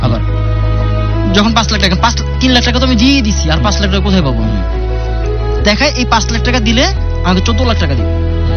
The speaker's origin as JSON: {"language": "Bangla", "area": "Bhola", "region": "Barisal Division", "country": "Bangladesh", "tie": "born or raised there", "said": "আমার home district হচ্ছে ভোলাতে।"}